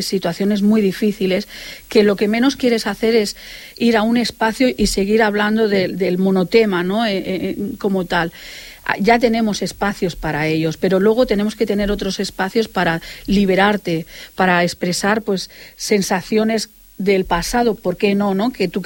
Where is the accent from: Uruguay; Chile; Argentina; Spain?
Spain; Barcelona, Catalonia; Yo he nacido en el barrio, Mónica. He nacido, yo creo que... Bueno, nací en el Valle Brón, pero soy del barrio de toda la vida, además. Amo el barrio como tal. No me he querido mover